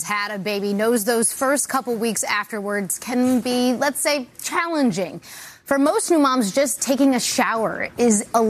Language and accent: English; Chicago, Illinois, United States; moved away; I went to my hometown to Chicago